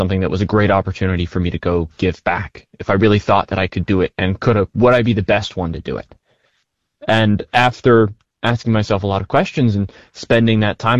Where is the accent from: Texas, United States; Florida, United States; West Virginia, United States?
West Virginia, United States; Bridgeport; since I was tiny, growing up in Bridgeport and taking all those school field trips up to Morgantown at WVU meant that WVU became my image of college.